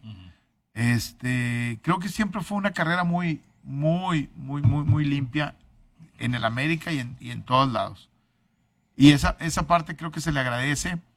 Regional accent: Mexico

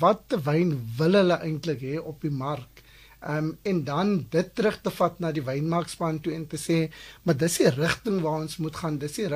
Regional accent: Western Cape, South Africa; ek groot geword het op Simonsig en toe vir 15 jaar later aanhou gewerk

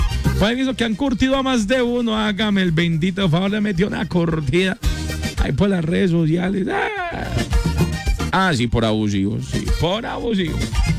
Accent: Pereira, Risaralda, Colombia; moved away as an adult; now in Quindío, Colombia; Yo soy de Pereira, pero yo 12 años en el departamento del Quindío, me siento como también de acá.

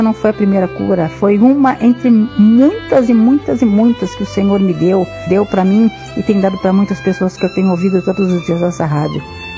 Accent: São Paulo, Brazil; A paz do Senhor … eu sou aqui do ABC.

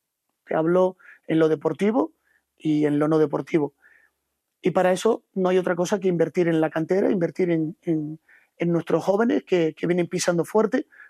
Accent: Canary Islands, Spain; Yo soy un canario, soy un tinerfeño.

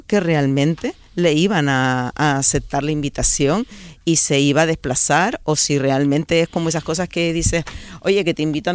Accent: Canary Islands, Spain; ya las que no nos sentimos bien en Canarias somos las Canarias

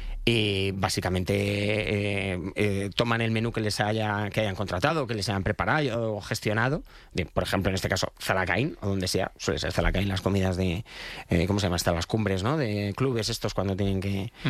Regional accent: Leganés, Community of Madrid, Spain; aunque criado en Leganés, entonces no le tengo especial jerita al Getafe.

